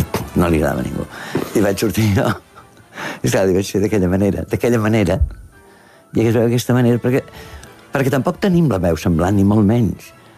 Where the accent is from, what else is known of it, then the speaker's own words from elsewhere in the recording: Catalonia, Spain; Una, perquè jo sóc català, això és complicat en el doblatge.